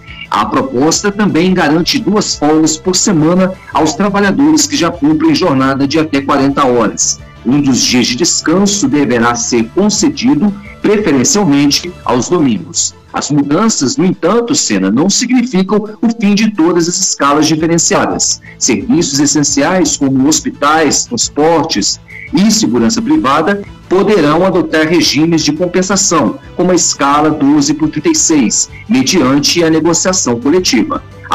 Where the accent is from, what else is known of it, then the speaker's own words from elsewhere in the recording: Minas Gerais, Brazil; also born or lived in São Paulo; Eu sou paulista, né, de naturalidade, mas me criei em Minas Gerais.